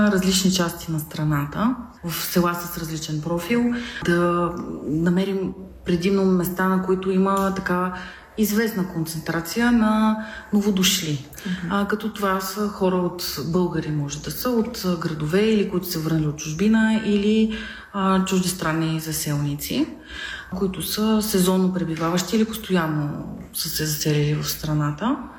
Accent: Dobrich, Dobrich Province, Bulgaria; работихме в Добричко. Аз съм от Добрич. Така че мен по района ми е доста познат.

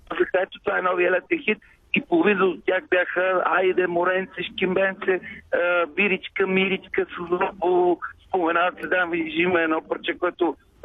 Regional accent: Bozhurishte, Sofia Province, Bulgaria; съм от Божурище, такова селско момче

